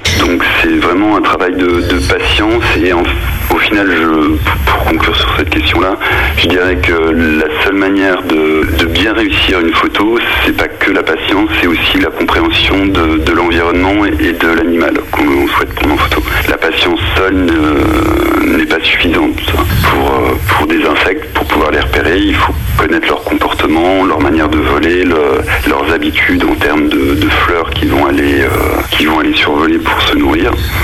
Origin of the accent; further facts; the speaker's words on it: eastern France, France; moved away; Je viens de l'est de la France, donc les cigognes je connaissais